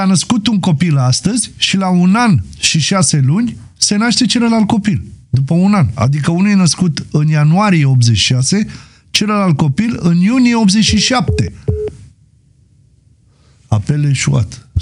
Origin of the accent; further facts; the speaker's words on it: Lopătari, Buzău County, Romania; Eu sunt din Lopătari, mari VIP, gata.